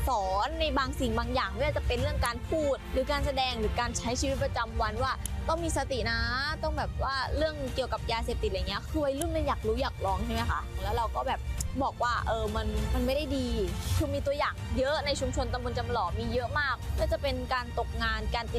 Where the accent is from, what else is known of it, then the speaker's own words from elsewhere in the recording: Ang Thong, Thailand; เริ่มที่จำปาหลอกค่ะจังหวัดอ่างทองเป็นบ้านเกิดหนูเองค่ะตอนนั้นอายุแค่11ปี